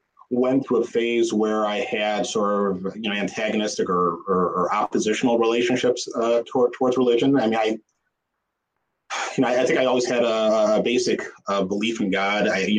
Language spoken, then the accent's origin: English; Buffalo, New York, United States; I was born in the States. So I'm from Buffalo, New York, or, you know, a suburb outside of Buffalo.